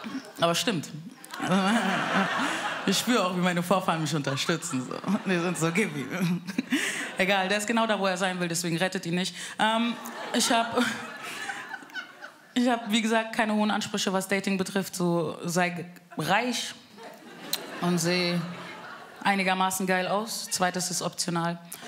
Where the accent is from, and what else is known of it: Bavaria, Germany